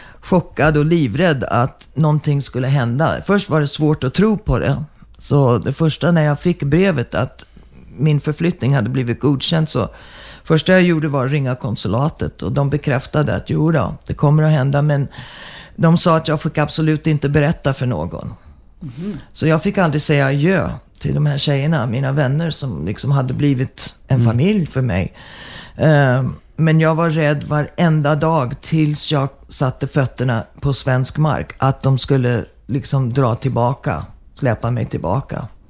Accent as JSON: {"language": "Swedish", "country": "Sweden", "also_born_or_lived": "United States", "moved": "yes", "said": "att vara hemma i Sverige"}